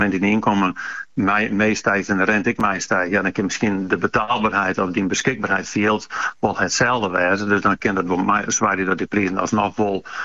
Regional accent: Friesland, Netherlands; Nee, we zijn Fries natuurlijk al een beetje hoos.

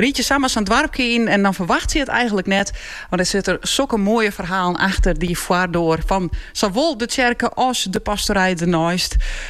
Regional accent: Friesland, Netherlands; Ik kom uit Friesland.

